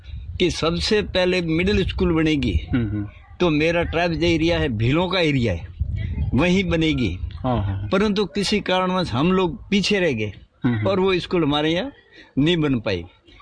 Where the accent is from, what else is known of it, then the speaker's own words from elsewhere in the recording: Morthala, Rajasthan, India; हम एक आदिवासी क्षेत्र से आते हैं और बहुत गरीब परिवार के हैं, और ये गांव हमारा एक गरीब गांव था